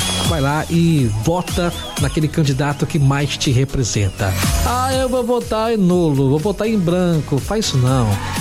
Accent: Brazil; Você é brasileiro, rapaz, nós somos brasileiros

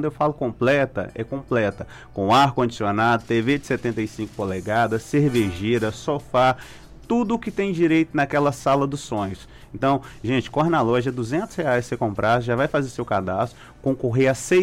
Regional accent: Minas Gerais, Brazil; moved away as an adult; now in Pompéu, Brazil; Eu sou de Serra do Cipó.

